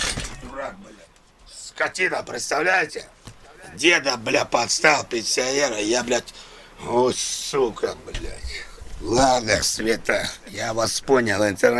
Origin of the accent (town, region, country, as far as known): Moscow, Russia; born or raised there; accent: Moscow